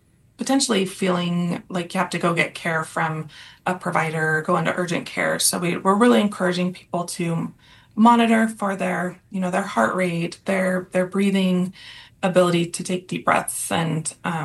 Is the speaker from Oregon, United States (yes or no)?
yes; Oregon, United States; I'm from Central Oregon. Okay. I live right next door in Redmond